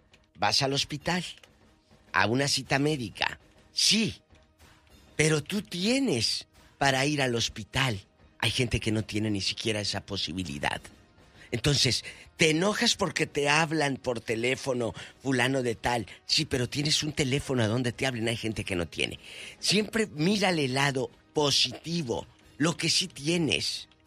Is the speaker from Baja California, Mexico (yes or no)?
no; Matamoros, Tamaulipas, Mexico; De Matamoros, de mi tierra.